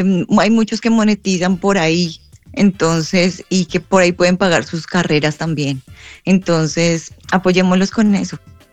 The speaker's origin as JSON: {"language": "Spanish", "country": "Colombia", "lives_now": "Australia", "said": "nos toca quitarnos la bandera, pero igual seguimos siendo colombianos, esto no nos lo va a quitar nadie nunca."}